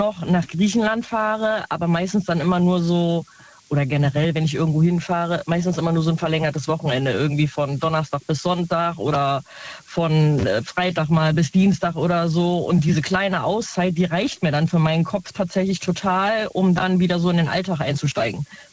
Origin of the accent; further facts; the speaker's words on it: Neunkirchen, North Rhine-Westphalia, Germany; Ich komme aus dem Rhein-Sieg-Kreis.